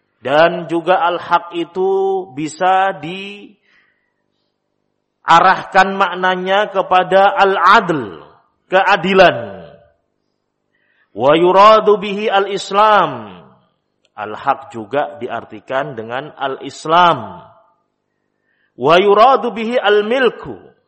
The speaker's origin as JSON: {"language": "Indonesian", "region": "Java", "country": "Indonesia", "said": "Kalau dalam istilah kita orang Jawa, ojo kalah karo arek."}